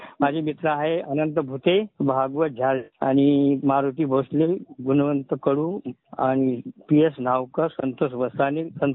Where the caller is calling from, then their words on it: Jalgaon district, Maharashtra, India; वडवंडा पानाचे तालुका मुक्ताईनगर जिल्हा जळगाव खान्देश.